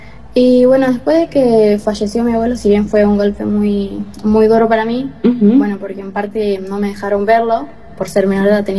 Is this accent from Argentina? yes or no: yes; Loma Verde, Buenos Aires Province, Argentina; born there; also born or lived in Salta; Sí, de Loma Verde. Nací en Salta, pero bueno, no, hace banda ya estamos acá, en Loma Verde.